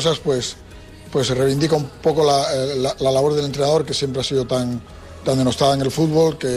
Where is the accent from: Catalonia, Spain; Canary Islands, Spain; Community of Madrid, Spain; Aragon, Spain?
Canary Islands, Spain; Tenerife; born or raised there